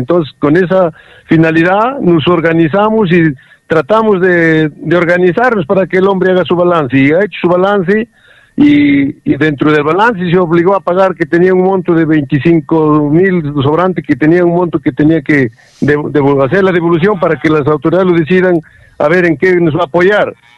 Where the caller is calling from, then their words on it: San Vicente de la Unión, La Libertad, Peru; soy el teniente del Casino San Vicente de la Unión.